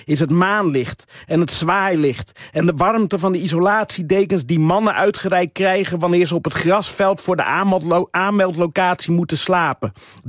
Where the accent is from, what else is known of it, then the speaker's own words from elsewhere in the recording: Netherlands; Ik voel mij als Nederlander aangekeken